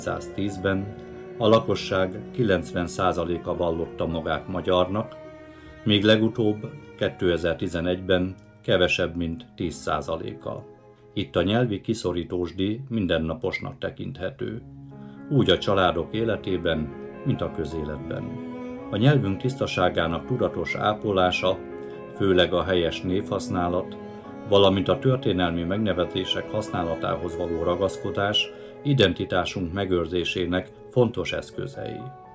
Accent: Košice Region, Slovakia; Bodrog közben szülőföldemen, amelynek lakosságát ma is 95%-ban magyarok lakják, a magyarság az isteni gondviselésnek köszönhetően 9 évtized múltán is meg tudta őrizni helyét és súlyát.

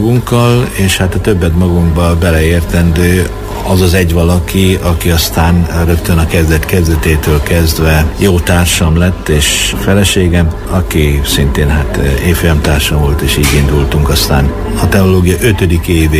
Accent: Bükkaranyos, Borsod-Abaúj-Zemplén, Hungary; Bükkaranyos nevű településen nőttem fel, nőttem fel valóban lelkész családban.

